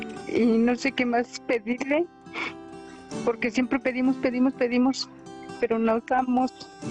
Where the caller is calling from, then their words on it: Querétaro, Mexico; Le hablo de Querétaro.